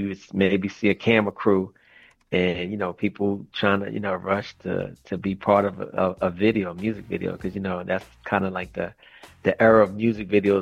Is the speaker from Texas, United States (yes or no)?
no; North Babylon, New York, United States; growing up in North Babylon and Wyandanch was the next town over